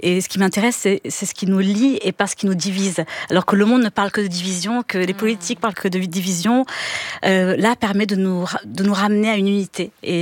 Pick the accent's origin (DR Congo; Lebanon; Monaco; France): Monaco; born there; Alors donc je suis née à Monaco.